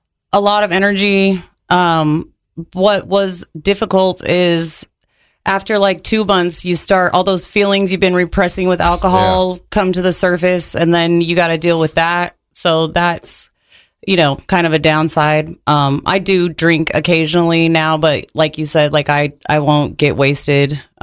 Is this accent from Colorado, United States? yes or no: yes; Colorado, United States; I mean, I'm from Colorado